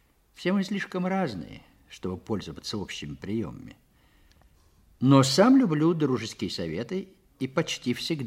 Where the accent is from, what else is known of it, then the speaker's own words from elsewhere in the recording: Odesa, Odesa Oblast, Ukraine; born there; Родился в Одессе в 1897 году.